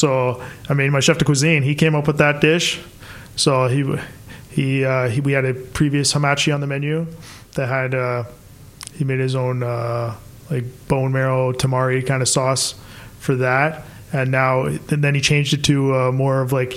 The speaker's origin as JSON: {"language": "English", "town": "Vancouver", "region": "British Columbia", "country": "Canada", "tie": "born or raised there", "said": "Growing up in Vancouver, it's so multicultural."}